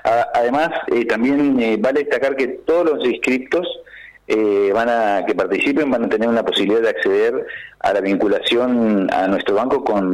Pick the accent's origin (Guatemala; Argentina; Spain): Argentina; General Roca, Río Negro; Exactamente, yo soy de General Roca.